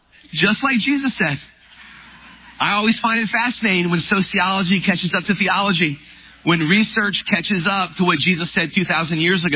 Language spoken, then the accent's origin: English; the South, United States; moved away; Where I grew up in the South